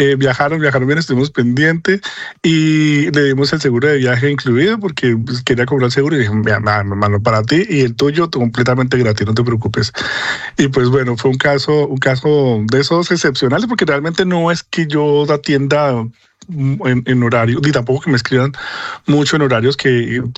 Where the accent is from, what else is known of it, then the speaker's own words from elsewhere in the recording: Colombia; moved away; somos también migrantes, somos también colombianos